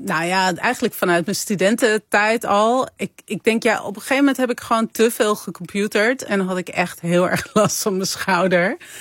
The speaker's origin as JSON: {"language": "Dutch", "town": "Amsterdam", "region": "North Holland", "country": "Netherlands", "said": "Ja, ik kom ook uit Amsterdam."}